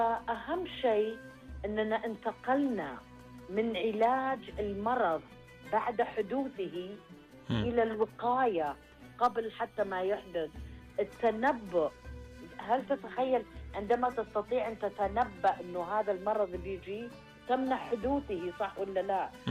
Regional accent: Saudi Arabia; المفروض نفتخر كسعوديين.

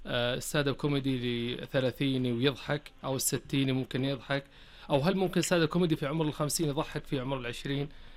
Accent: Saudi Arabia

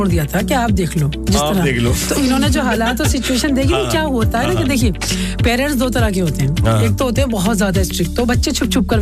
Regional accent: Aligarh, Uttar Pradesh, India; علی گڑھ سے.

